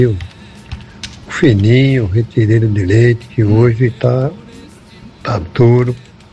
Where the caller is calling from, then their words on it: São Paulo, Brazil; Tô falando aqui de Ribeirão